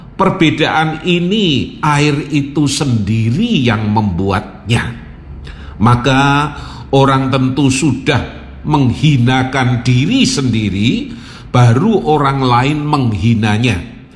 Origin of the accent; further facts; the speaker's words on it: Surakarta, Central Java, Indonesia; saya dari Solo diminta ke sana.